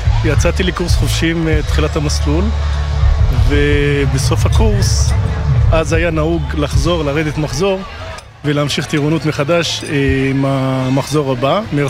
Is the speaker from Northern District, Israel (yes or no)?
yes; Yanuh, Northern District, Israel; אני בן 46, נשוי לתגריד ואבא לניל, רם ולורן, גר בינוך, גדלתי בינוך